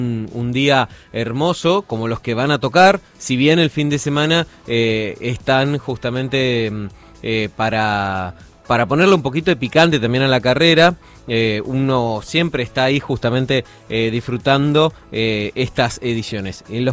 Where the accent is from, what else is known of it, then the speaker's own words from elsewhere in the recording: Argentina; hablo como argentinos